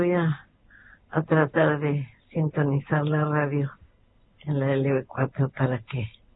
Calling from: Argentina

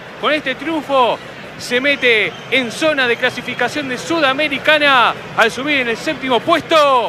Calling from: Recreo, Santa Fe, Argentina; Quiero participar por las pinturas para el colegio de recreo, Barrio Mocovi, VIP 338. … de Recreo Santa Fe.

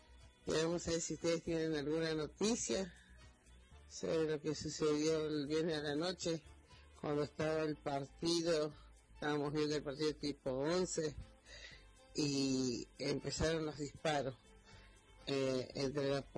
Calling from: Quiroga, Argentina; Un saludo para todo mi pueblo de Quiroga en general.

